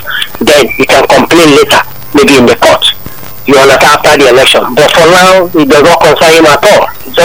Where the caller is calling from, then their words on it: Abuja, Federal Capital Territory, Nigeria; I'm calling from Abuja in Ekoto.